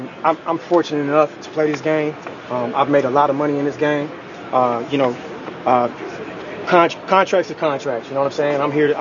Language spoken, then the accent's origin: English; Dallas, Texas, United States; I'm from Dallas, born and raised